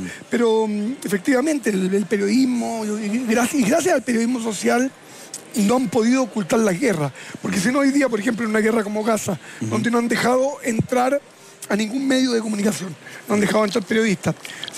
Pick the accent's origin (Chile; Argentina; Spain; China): Chile; uno les dice, soy chileno